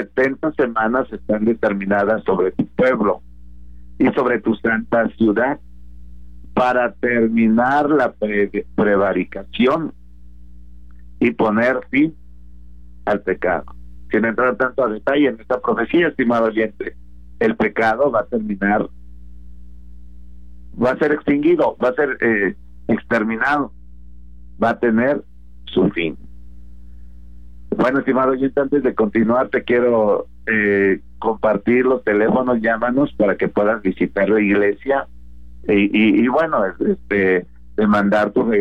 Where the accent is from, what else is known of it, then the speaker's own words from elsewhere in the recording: Nezahualcóyotl, State of Mexico, Mexico; bueno, yo soy de Nesa, ¿verdad? Y muchos, ahora ya vivo acá en la zona de Iztapaluca, pero muchos años, estimado oyente, en Nesa